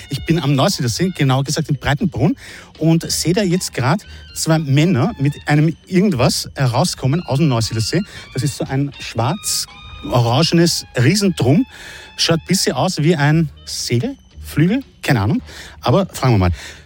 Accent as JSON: {"language": "German", "region": "Vienna", "country": "Austria", "said": "Ich bin Wiener"}